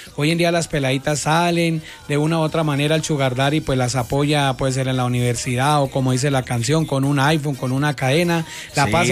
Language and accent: Spanish; Tausa, Cundinamarca, Colombia; now in Bogotá, Colombia; Yo soy cundiboyacense, de Tausa, Cundinamarca, un municipio que está muy cercano hacia Chiquinquirá y Guaté.